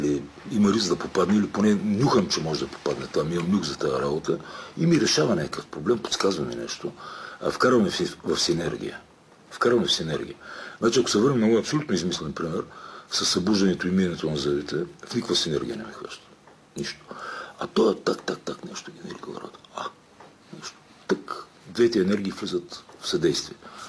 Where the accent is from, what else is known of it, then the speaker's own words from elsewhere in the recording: Burgas, Burgas Province, Bulgaria; moved away; И аз съм бургазлия, значи там той е такъв един по-разтропан град.